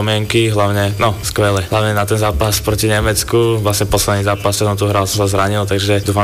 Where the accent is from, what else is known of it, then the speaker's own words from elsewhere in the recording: Bratislava, Bratislava Region, Slovakia; now in Stuttgart, Germany; Vlastne ja pochádzam z Bratislavy, žil som tu od malička do nejakých 12 rokov